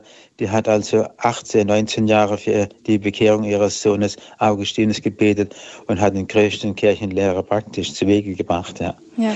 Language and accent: German; Hornberg, Baden-Württemberg, Germany; Also ich bin jetzt ausnahmsweise nicht in Lahr, sondern in meiner Heimat in Hornberg bei Dielheim, Wisloch.